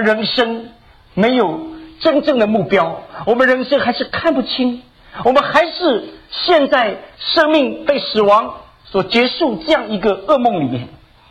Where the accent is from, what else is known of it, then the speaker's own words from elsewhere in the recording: China; also born or lived in Shanghai / Northeast China; 我们中国人